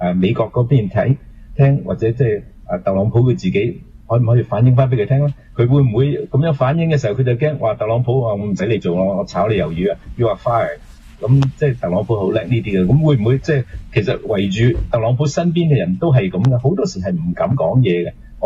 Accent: Canada; 既然住咗喺呢個國家，就亦都反映翻俾特朗普睇，我哋加拿大人嗰個意願咧

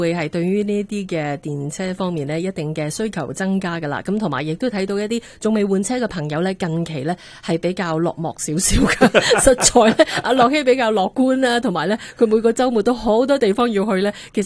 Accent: Canada; 我们加拿大人是不热得的，我们过了太久的冬天了

